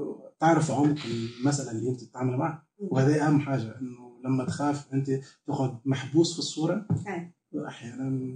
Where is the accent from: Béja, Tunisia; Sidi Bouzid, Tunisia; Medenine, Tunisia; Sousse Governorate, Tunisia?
Sousse Governorate, Tunisia; Sousse; أي أكيد، بوم … من سوسة، مولود في سوسة، دونك بيئتي بيئة تونسية عادية جدا